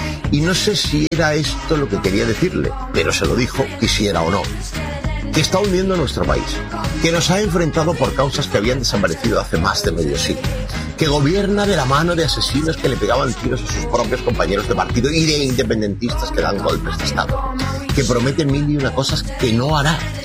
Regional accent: Almería, Andalusia, Spain; igual que me ocurre con cualquier otro almeriense que dé el salto o que no lo dé, y por supuesto, con todos los clubes de mi tierra

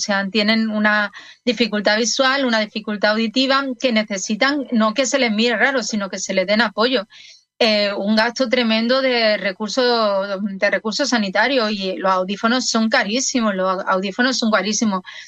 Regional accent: Seville, Andalusia, Spain; yo soy de origen sevillano.

